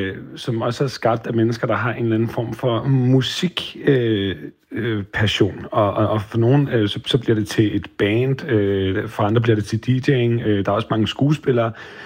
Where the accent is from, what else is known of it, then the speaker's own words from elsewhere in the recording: Allinge, Capital Region of Denmark, Denmark; born there; min set-afspiller hjemme i Allinge på Bornholm